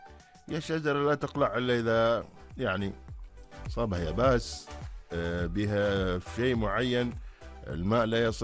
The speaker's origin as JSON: {"language": "Arabic", "country": "Oman", "said": "اللهم احفظ بلادنا سلطنة عمان"}